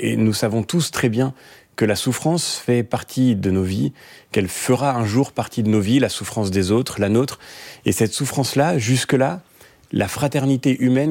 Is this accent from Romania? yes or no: no; France; et nous sommes Français collectivement engagés derrière ce choix